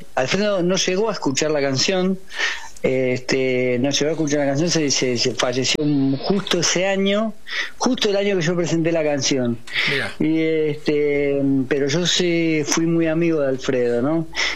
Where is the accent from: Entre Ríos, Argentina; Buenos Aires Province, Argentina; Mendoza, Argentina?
Buenos Aires Province, Argentina; Yo me crié ahí en esa cuadra. En la cuadra, en realidad, Pringles entre Bransen y Matienzo, que era mi abuela.